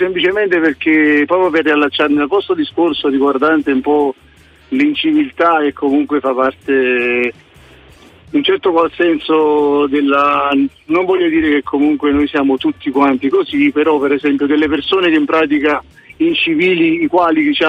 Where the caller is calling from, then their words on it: Naples, Campania, Italy; io personalmente che sono napoletano